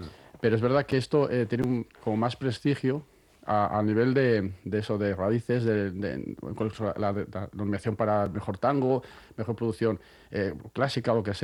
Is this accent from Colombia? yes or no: no; Basque Country, Spain; yo soy vasco